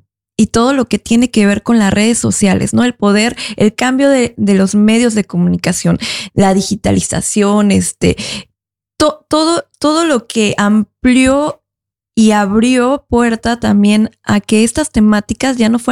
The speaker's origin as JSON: {"language": "Spanish", "region": "Mexico City", "country": "Mexico", "said": "Y yo vengo de Ciudad de México, y Ciudad de México es una ciudad súper abierta, y vengo justo de esa área de medios, de artistas, etcétera, de la cultura"}